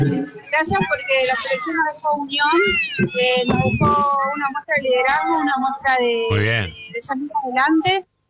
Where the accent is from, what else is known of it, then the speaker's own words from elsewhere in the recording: Argentina; O sea, estamos orgullosos de nuestra selección y de toda la unión que tenemos como argentinos.